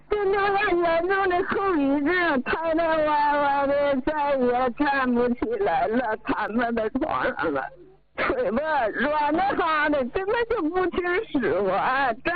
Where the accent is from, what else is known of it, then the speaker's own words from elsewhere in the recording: Shenyang, Liaoning, China; 是，我家是沈阳的，